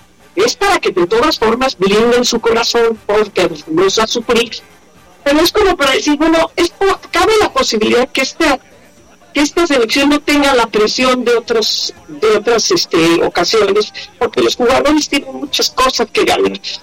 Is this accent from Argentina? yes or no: no; Mexico; meter el ingrediente de México iba a aprender como somos los mexicanos.